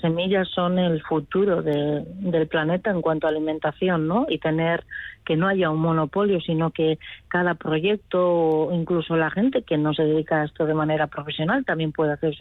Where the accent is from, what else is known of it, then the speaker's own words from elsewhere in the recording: Biscay, Basque Country, Spain; En Vizcaya, ¿no? Que es de donde soy.